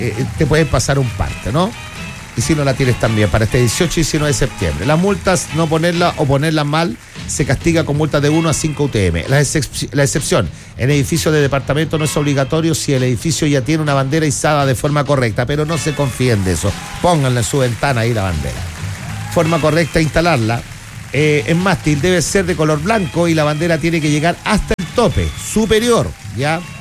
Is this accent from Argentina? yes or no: no; Chile; yo soy chileno